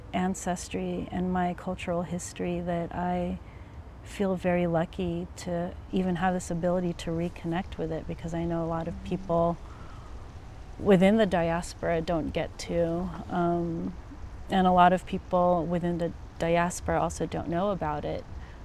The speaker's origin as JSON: {"language": "English", "country": "Philippines", "also_born_or_lived": "New York / New Jersey / San Francisco", "moved": "yes", "lives_now": "Oakland, United States"}